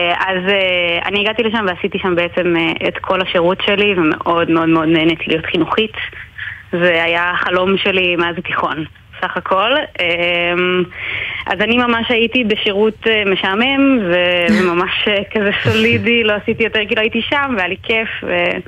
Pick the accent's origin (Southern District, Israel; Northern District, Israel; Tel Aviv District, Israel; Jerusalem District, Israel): Jerusalem District, Israel; Jerusalem; אנחנו ירושלמים, גרים עם שני החתולים שלנו כרגע בקריית יובל.